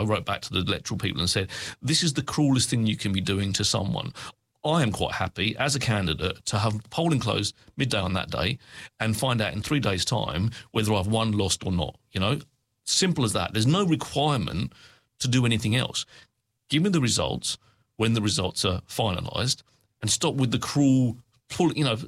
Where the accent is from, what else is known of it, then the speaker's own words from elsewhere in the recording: United Kingdom; I spend all day drinking tea because I'm British.